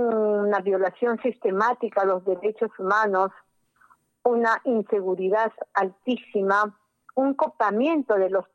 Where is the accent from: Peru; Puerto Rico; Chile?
Peru; Eso somos los peruanos.